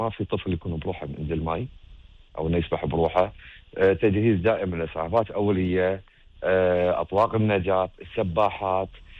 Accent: Kuwait; احنا نحب البحر ككويتيين.

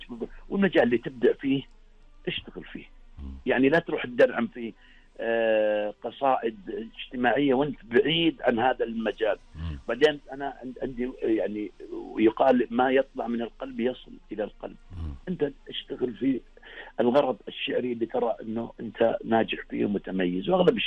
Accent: Saudi Arabia; احنا كشعراء سعوديين

